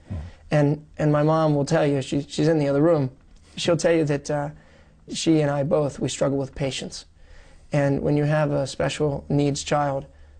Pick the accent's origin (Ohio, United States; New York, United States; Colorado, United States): Ohio, United States; Columbus; Yes, I was born and raised in Columbus, Ohio.